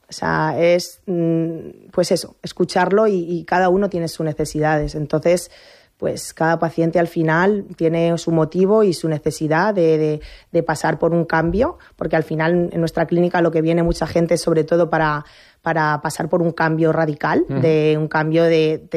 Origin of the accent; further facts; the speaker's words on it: Tobarra, Castilla-La Mancha, Spain; also born or lived in Murcia; Soy de Tobarra, de toda la vida, y sí que me fui a estudiar a Murcia